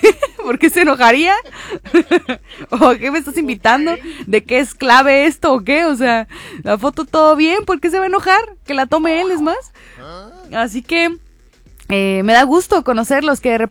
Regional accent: Mexico; Todos somos mexicanos, del color que sean internamente.

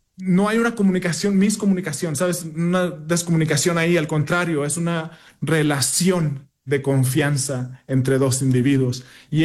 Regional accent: northern Mexico, Mexico; a lo mejor el acento se nota. Yo soy del norte de México.

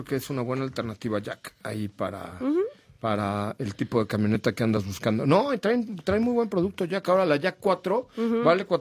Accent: Mexico City, Mexico; de la Ciudad de México.

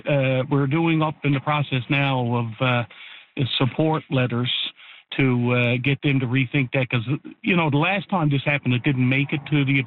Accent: Newfoundland and Labrador, Canada; I mean, as a Newfoundlander and Labradorian, I really feel that this link is essential and vital to our province.

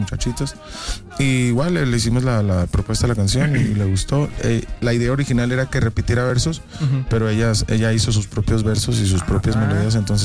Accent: Tijuana, Baja California, Mexico; yo soy de Tijuana.

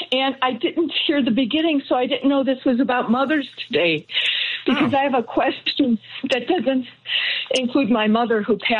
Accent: Chicago, Illinois, United States; Growing up in Chicago, the lake was our refuge when we were kids.

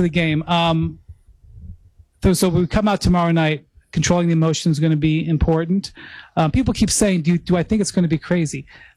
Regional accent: New York City, New York, United States

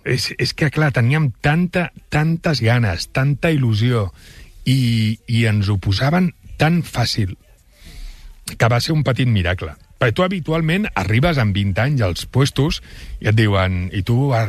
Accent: Catalonia, Spain; I jo pensava, és perquè sóc català.

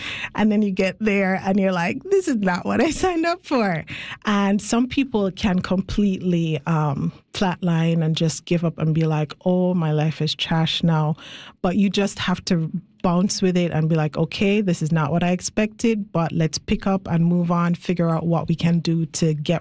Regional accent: Jamaica; Just recently, I felt that way when Hurricane Melissa just trampled a third of my home country, Jamaica, at least my first home.

